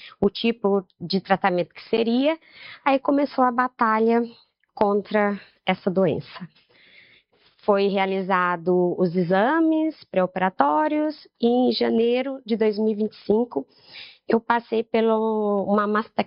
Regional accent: Barretos, São Paulo, Brazil; tenho 43 anos, sou daqui de Barretos mesmo.

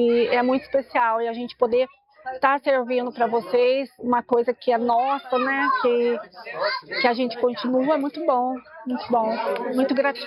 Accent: Espírito Santo do Pinhal, São Paulo, Brazil

